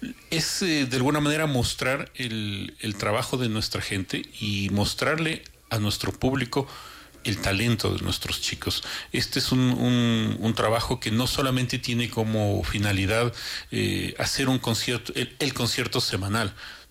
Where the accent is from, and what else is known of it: Ecuador